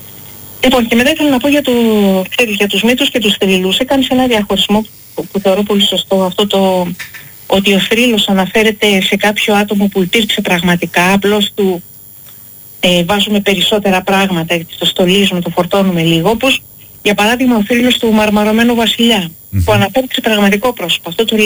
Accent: Greece; επειδή κάποιος με ρώτησε αν είμαι Ελληνίδα, από όσο ξέρω είμαι Ελληνίδα. Αλλά δεν είμαι Ελληνίδα επειδή έκανα τεστ DNA. Είμαι Ελληνίδα επειδή μοιράζομαι τους ίδιους μύθους

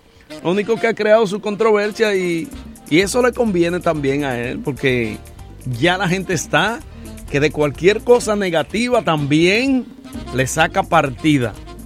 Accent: Santo Domingo, Distrito Nacional, Dominican Republic; also born or lived in Gascue; now in New York, United States; único tigre que nació en Gascue y se crió en Gualey.

